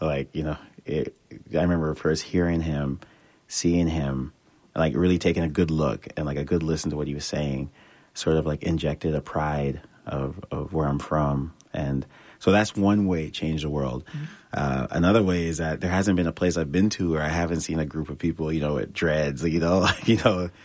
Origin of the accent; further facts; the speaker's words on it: Toronto, Ontario, Canada; So I grew up in Toronto. My parents are from Jamaica. And growing up and living in Toronto and the school I went to, it was all a little strange, you know?